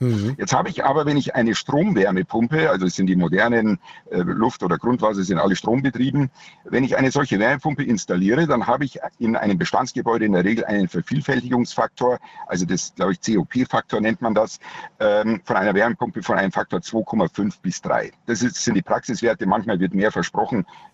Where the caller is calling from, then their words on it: Munich, Bavaria, Germany; ich bin selbst aus München